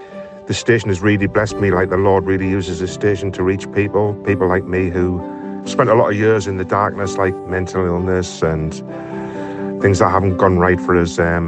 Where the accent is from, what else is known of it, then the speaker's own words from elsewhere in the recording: Gateshead, North East England, United Kingdom; I am from Gateshead.